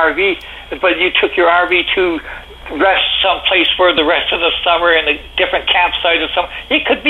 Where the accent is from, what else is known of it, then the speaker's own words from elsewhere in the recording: Calgary, Alberta, Canada; born there; now in Newfoundland, Canada; I have relatives in Alberta, and I was born in Calgary, so I really love my home province in Alberta. I love my home province, but this is my adopted home in Newfoundland now.